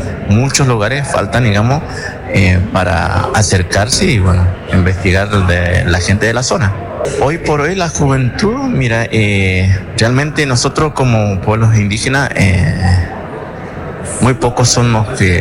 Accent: Chaco, Argentina

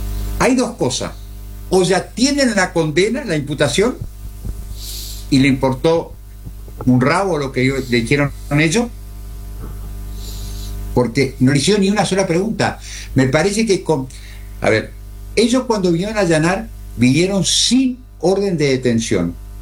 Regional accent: Chaco, Argentina; El Chaco, nosotros somos dependientes de la Nación.

